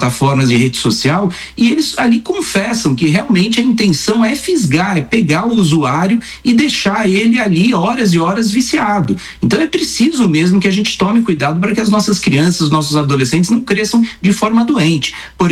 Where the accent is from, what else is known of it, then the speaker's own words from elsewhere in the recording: Botucatu, São Paulo, Brazil; Na minha infância lá em Botucatu, no interior, que a gente se preocupava muito mais em praticar esporte, brincar na rua porque tinha segurança